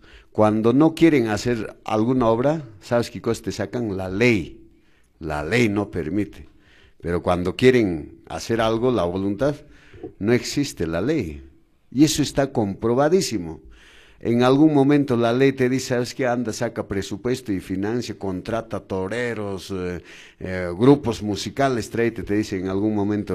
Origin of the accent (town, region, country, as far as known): Chumbivilcas, Cusco, Peru